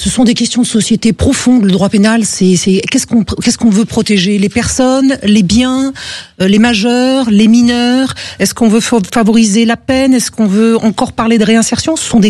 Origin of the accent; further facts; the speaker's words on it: Occitanie, France; now in Toulouse, France; Oui, je suis du Gers.